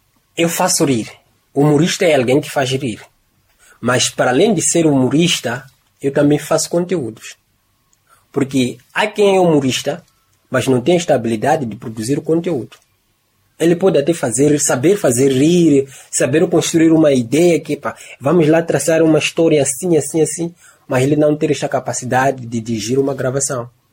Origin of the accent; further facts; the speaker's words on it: Chimoio, Manica, Mozambique; also born or lived in Beira; eu nasci na Beira, estou a crescer em Chimoio